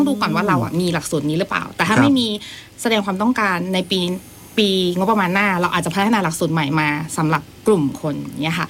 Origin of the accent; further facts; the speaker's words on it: Pathum Thani, Thailand; now in Nan, Thailand; อยู่ปทุมธานี